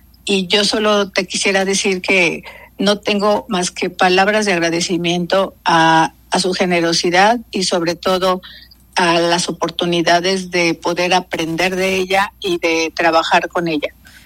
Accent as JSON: {"language": "Spanish", "town": "Chilpancingo", "region": "Guerrero", "country": "Mexico", "tie": "born or raised there", "also_born_or_lived": "Mexico City", "moved": "as an adult", "said": "yo soy nacida en Chilpancingo, Guerrero. Allá estudié toda mi escolaridad y todo fue en escuela pública. Entonces, pues conozco perfectamente mi estado, conozco muy bien lo que se vive"}